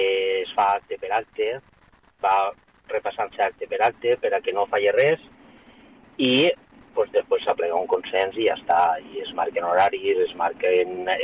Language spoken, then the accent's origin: Catalan; Albaida, Valencian Community, Spain; born there; no és perquè sigui el meu poble